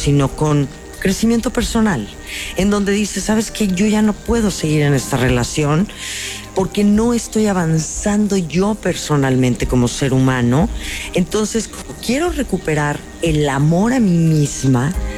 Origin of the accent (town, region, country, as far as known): Mexico